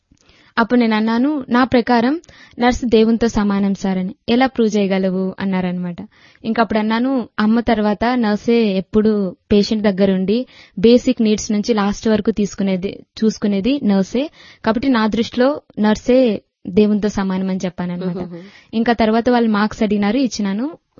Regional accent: Andhra Pradesh, India; మాది అనంతపూర్ పక్కన ఒక పల్లెటూరు, అక్కడ నుంచి ఫస్ట్ సిటీకి రావడం ఫస్ట్ టైం.

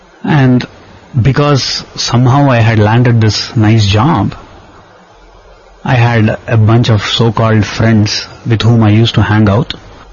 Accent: Thoothukudi, Tamil Nadu, India; moved away as an adult; also born or lived in Bangalore; After growing up in the South Indian town of Tuticorin, my family moved to Bangalore after I finished my education.

